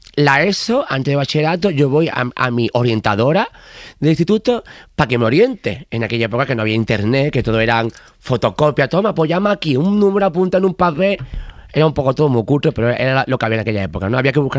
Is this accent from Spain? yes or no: yes; a village in Cádiz province, Andalusia, Spain; also born or lived in San Fernando, Cádiz; toda mi infancia la viví en Alcaldelo Azul, que es un pueblo de Cádiz. Luego ya después de bachillerato y tal, me mudé a San Fernando, a la isla, a la de Cádiz.